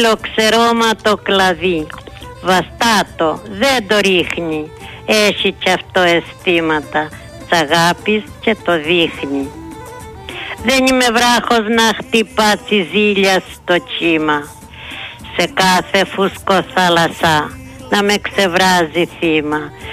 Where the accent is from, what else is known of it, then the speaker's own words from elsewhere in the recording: Archanes, Crete, Greece; στο χωριό μου Σαρχάνες